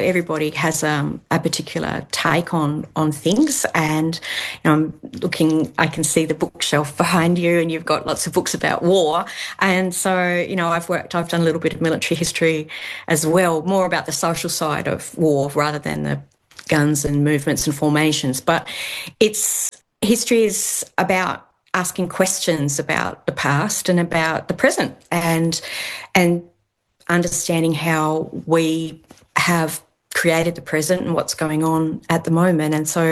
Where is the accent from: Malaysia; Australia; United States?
Australia; Tasmania; you know, I was raised in Tasmania, and we were taught the dominant narrative